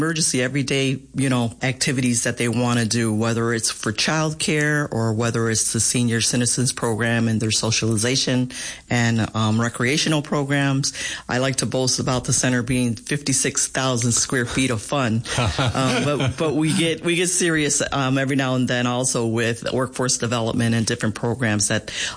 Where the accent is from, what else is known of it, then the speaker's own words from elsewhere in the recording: Buffalo, New York, United States; Being born and raised in Buffalo and living most of my life on the west side